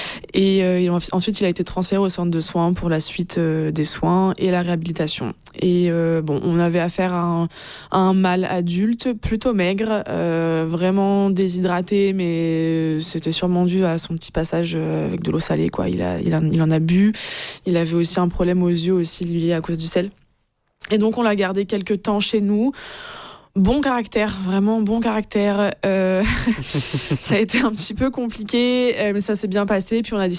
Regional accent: France

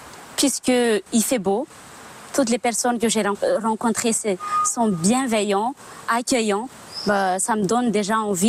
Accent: Madagascar; moved away as an adult; also born or lived in Angers, France; now in Albi, France; Je viens de Madagascar.

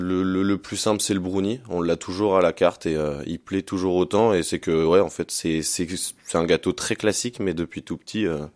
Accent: Levet, Centre-Val de Loire, France; Donc, moi, je viens du coup avec mon frère. On vient de Levé, donc c'est dans le Cher, à côté de Bourges.

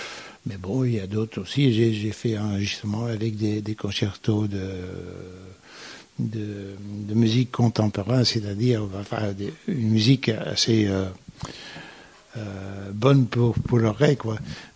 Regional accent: Belgium; je suis belge

